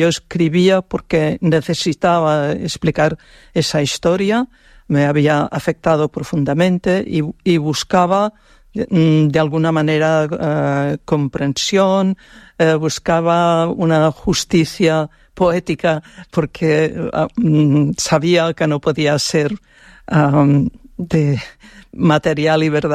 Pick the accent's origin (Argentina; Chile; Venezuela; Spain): Spain; Catalonia; born there; Yo he nacido en el Pallars. Y mis padres eran del Pallars pirinaico, podríamos decir. Yo ya soy del Pallars pre-pirinaico, es decir, algo más al sur.